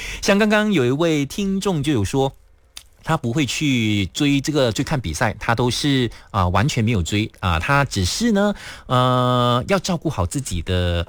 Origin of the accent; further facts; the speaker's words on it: Malaysia; 我们马来西亚人